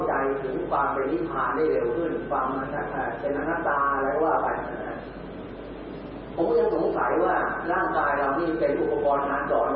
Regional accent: Suphan Buri, Thailand; ผมเป็นลูกศิษย์วัดบ้านผมอยู่สุพรรณผมพ่อมาฝากวัดไว้ที่วัด

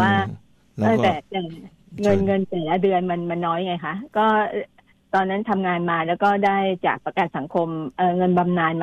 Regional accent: Bangkok, Thailand; born there; 8โมงค่ะที่กรุงเทพค่ะ

